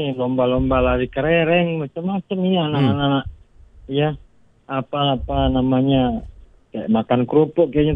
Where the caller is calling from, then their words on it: Mataram, West Nusa Tenggara, Indonesia; kampung saya ini kan di Jalan Udayana Dasanagung.